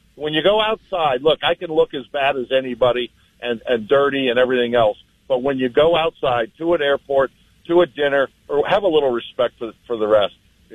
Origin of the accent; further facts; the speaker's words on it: Midwest, United States; moved away; I grew up in the Midwest